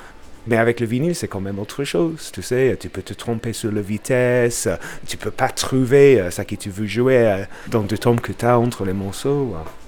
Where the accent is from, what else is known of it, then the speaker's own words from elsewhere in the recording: Bradford, Yorkshire and the Humber, United Kingdom; French is a second language; now in Lyon, France; je viens de Bradford, dans le nord de l'Angleterre. Je travaille pour La Poste, je suis facteur dans la guillotière.